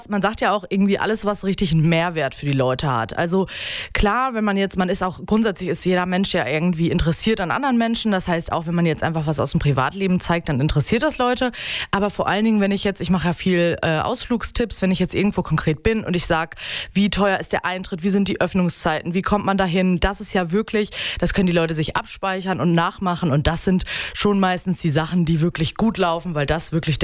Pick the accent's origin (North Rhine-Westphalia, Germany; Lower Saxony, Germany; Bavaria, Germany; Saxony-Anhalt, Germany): North Rhine-Westphalia, Germany; now in Osnabrück area, Germany; als gebürtige NRWlerin